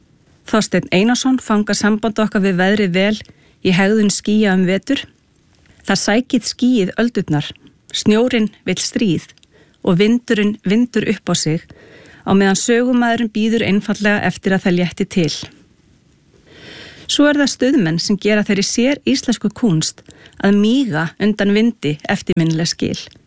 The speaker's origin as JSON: {"language": "Icelandic", "town": "Keflavík", "region": "Southern Peninsula", "country": "Iceland", "tie": "born or raised there", "said": "Sjálf ég alinn upp á stað sem Íslendingar hafa valið að kalla rokraskat. Ég að tala Keflavík, suðu með sjó. Það var samt ljúft og gott að alast þar upp"}